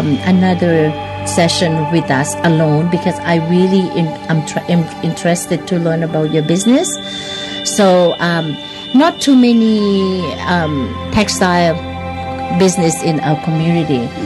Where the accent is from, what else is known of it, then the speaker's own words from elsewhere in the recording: New Brunswick, Canada; moved away as an adult; We came from New Brunswick together.